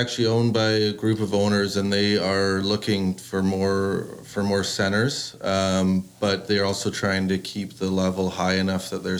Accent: Port Hope, Ontario, Canada; Port Hope area.

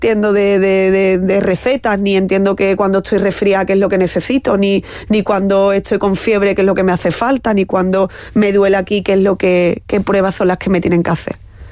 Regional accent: Chipiona, Andalusia, Spain; a la de mi tierra, Chipiona.

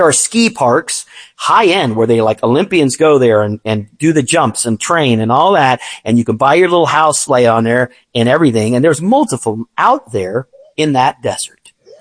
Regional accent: Virginia, United States; now in Arizona, United States; Sorry, I moved out here from Virginia. You guys got a funny idea of what a river is when there's water only 2 months of the year.

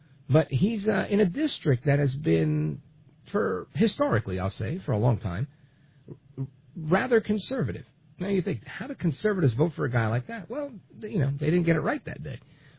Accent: Brooklyn, New York, United States; born there; My parents were born in Puerto Rico, and I was born in Brooklyn, New York.

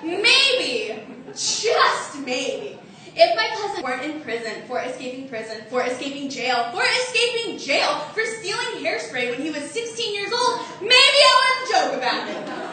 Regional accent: Arkansas, United States; So, like Sharup, I too am an immigrant. I'm from Arkansas.

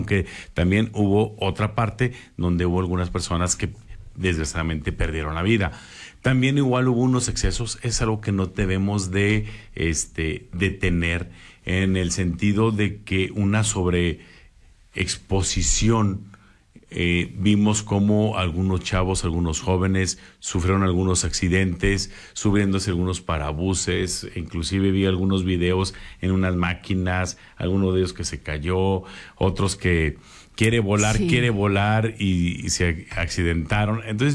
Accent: Mexico; Nuestro país es maravilloso.

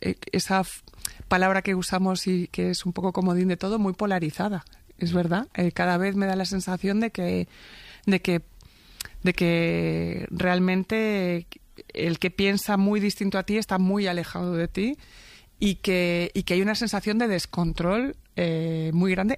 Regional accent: Buenos Aires, Argentina; born there; Yo no soy una migrante de segunda generación, porque yo, por más que nací en Buenos Aires

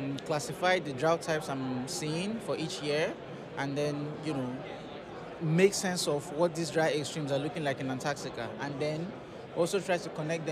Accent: Nigeria; English is a second language; now in Hobart, Australia; I'm Nigerian. I am with the University of Tasmania.

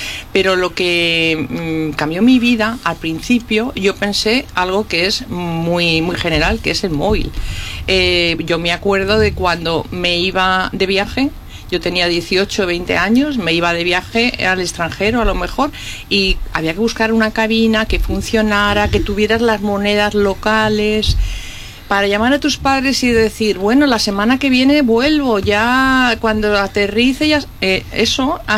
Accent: Madrid, Community of Madrid, Spain; moved away as an adult; yo soy de Madrid, ya lo sabes, pero vine aquí en el año 78-79, en ese curso, a trabajar

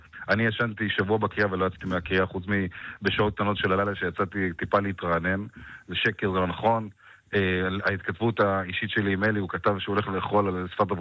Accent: Ashkelon, Southern District, Israel; אני אגב אשקלוני, גדלתי באשקלון

